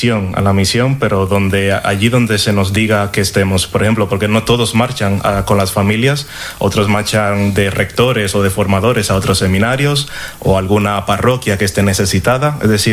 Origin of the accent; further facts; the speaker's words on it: Santo Domingo, Dominican Republic; moved away as an adult; now in Oviedo, Spain; Yo soy de la República Dominicana, de Santo Domingo, y fui sorteado para el seminario de Oviedo, aquí en Mieres.